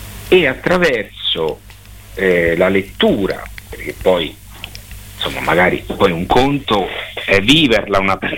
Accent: Esanatolia, Marche, Italy; Sì, io sono nato a San Severino Marche, però sempre vissuto ad Esanatolia.

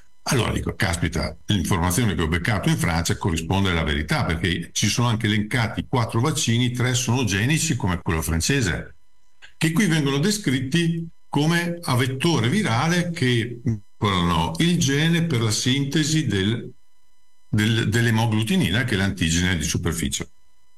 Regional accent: Veneto, Italy; Perché io sono della Bassa, vengo dai bassi fondi del Veronese, cioè dove le aquile non osano

